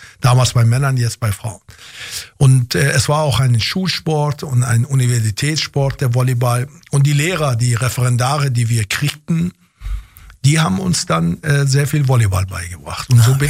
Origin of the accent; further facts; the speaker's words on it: Iran; born there; German is a second language; Ich bin ja gebürtiger Iraner und in Tokio haben die iranischen Ringer 7